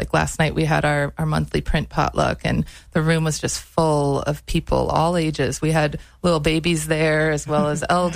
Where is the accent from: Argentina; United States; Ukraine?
United States; Palisade, Minnesota; I grew up in Palisade in Aiken County